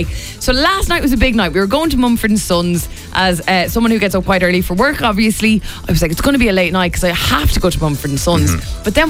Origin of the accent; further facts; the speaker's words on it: Ireland; obviously as Irish people, it's very sore that it's England.